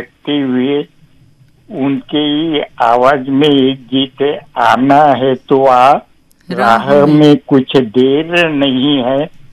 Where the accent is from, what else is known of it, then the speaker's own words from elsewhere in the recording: Maharashtra, India; first language Marathi; Hindi is a second language; और मेरी मातृभाषा मराठी है